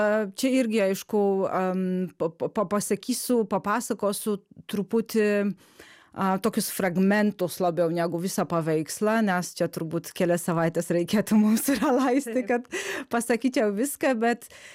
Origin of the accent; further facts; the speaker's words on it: Poland; now in Lithuania; aš esu iš Lenkijos